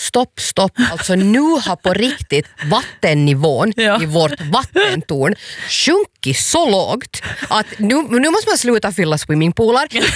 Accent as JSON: {"language": "Swedish", "town": "Hanko", "region": "Uusimaa", "country": "Finland", "tie": "born or raised there", "moved": "as an adult", "said": "jag är uppvuxen i Hangö, född i Hangö, uppvuxen i Hangö, flyttade därifrån när jag var 23 år gammal."}